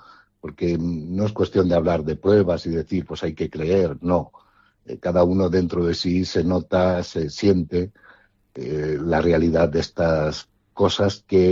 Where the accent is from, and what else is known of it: Spain; born or raised there; also born or lived in Cuenca